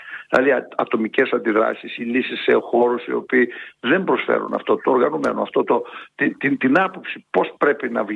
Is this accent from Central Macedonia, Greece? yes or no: no; Elassona, Thessaly, Greece; η ιδιαίτερη πατρίδα μου, ο Δήμος που είπατε πριν που ήμουν, είναι το βόρειο τμήμα της Λάρισας, είναι ο Δήμος Λασόνος.